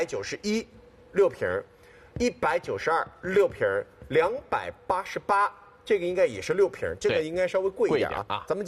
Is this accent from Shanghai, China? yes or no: yes; Shanghai, China; 这是我们上海人的独有的浪漫